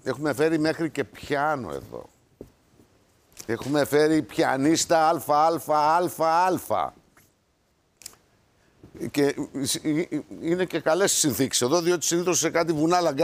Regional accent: Kolymbari, Crete, Greece; born there; moved away

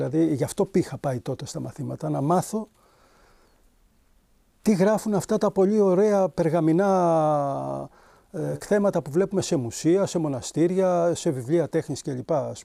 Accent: Kotronas, Peloponnese, Greece; Εγώ είμαι από εδώ, γεννήθηκα στον Κότρονα.

